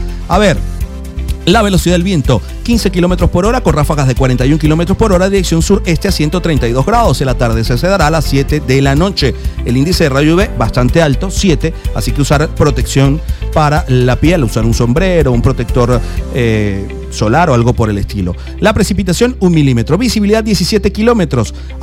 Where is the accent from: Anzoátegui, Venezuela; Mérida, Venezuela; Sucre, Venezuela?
Anzoátegui, Venezuela; Puerto La Cruz; born or raised there